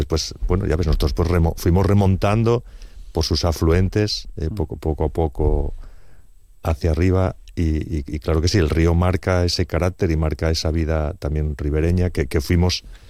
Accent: Mieres, Asturias, Spain; Yo soy de Mieres, de la cuenca minera, como tú. Y para nosotros la cultura del carbón también es muy importante.

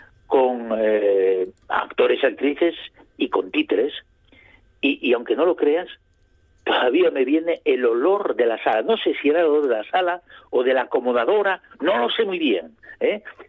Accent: France; esto a mí me viene porque también de niño, yo en Francia me llevaban al teatro.

